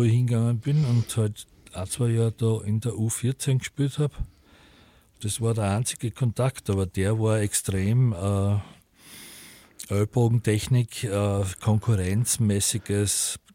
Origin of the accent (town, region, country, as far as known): Wagna, Styria, Austria; born or raised there